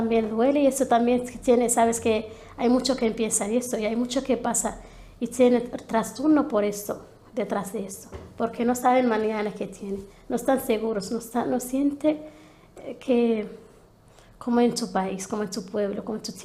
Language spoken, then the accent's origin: Spanish; Western Sahara